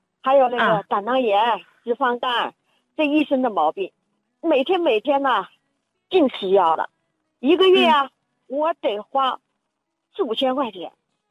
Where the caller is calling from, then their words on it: Changzhou, Jiangsu, China; 我是常州的一个患者，